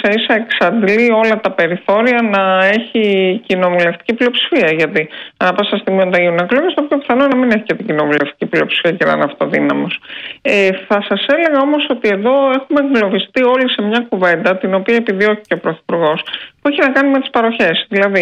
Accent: Greece; εμείς αγαπάμε την Ευρώπη ως Έλληνες

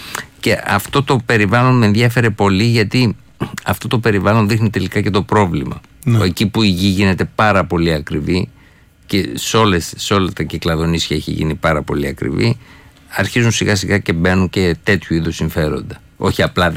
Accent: Paros, South Aegean, Greece; Ναι, η Πάρος είναι η ιδιαίτερη μου πατρίδα, ναι, όπως ξέρεις. Εκεί, ναι, έκανε ένα δικαστήριο στο χωριό μου

